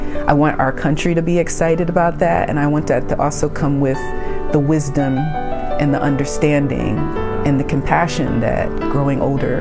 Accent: Ambler, Pennsylvania, United States; also born or lived in Germantown; I was born in Germantown. I was raised in Montgomery County in the towns of Ambler, PA, North Wales, PA. I am a product of Black people who came from Virginia to Ambler to work in the asbestos factories there.

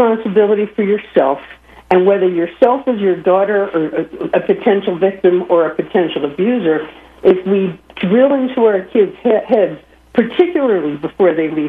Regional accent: Philadelphia, Pennsylvania, United States; I'm a Philadelphian

